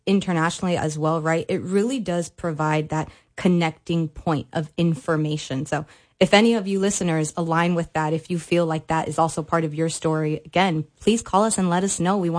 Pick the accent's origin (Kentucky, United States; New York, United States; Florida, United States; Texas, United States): Florida, United States; Miami; now in Little Rock, United States; I'm originally from Miami.